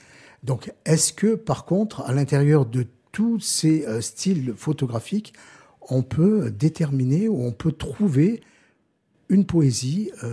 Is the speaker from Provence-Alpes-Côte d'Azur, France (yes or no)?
yes; Gap, Provence-Alpes-Côte d'Azur, France; sur les Hautes-Alpes, oui, je suis né à Gap et donc je suis toujours resté à Gap, même si j'ai beaucoup voyagé. Mais voilà, je suis toujours là et heureux d'y être.